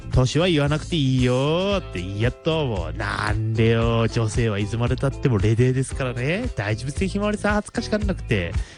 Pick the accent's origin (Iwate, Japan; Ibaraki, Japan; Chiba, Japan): Ibaraki, Japan; accent: Ibaraki dialect; 俺だって茨城弁で紙芝居とかやんだから。